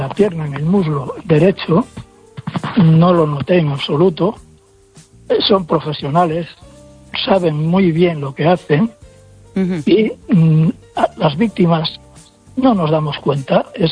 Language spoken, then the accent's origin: Spanish; Fisterra, Galicia, Spain; estoy viviendo de alquiler a 50 kilómetros de mi pueblo. Yo soy de Fisterra, No os podéis imaginar la mafia y el terrorismo que existe en aquel pueblo.